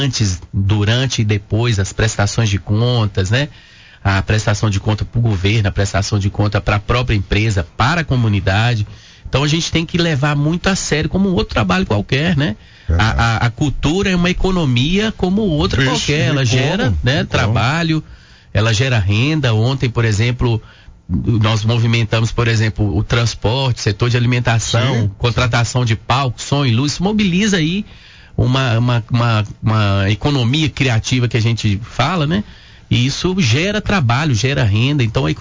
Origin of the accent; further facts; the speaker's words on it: Coronel Fabriciano, Minas Gerais, Brazil; Nascido e criado em Fabriciano